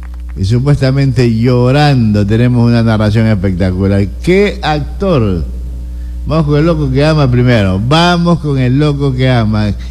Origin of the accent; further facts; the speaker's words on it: Ecuador; somos ecuatorianos